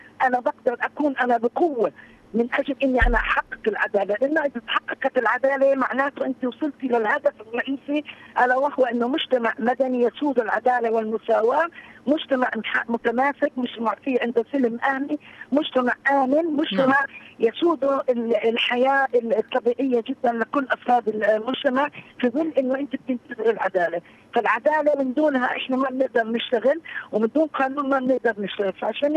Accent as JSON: {"language": "Arabic", "country": "Palestine", "said": "قدرنا ننتزع حقنا كنساء فلسطينيات"}